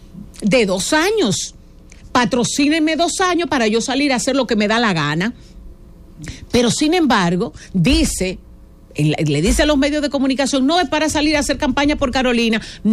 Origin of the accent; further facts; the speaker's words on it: Dominican Republic; nosotros como dominicanos